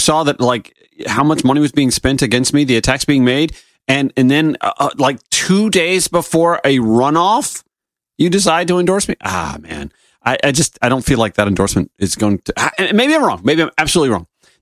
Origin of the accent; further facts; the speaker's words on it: Augusta, Georgia, United States; now in Atlanta, United States; Augusta, Georgia, my hometown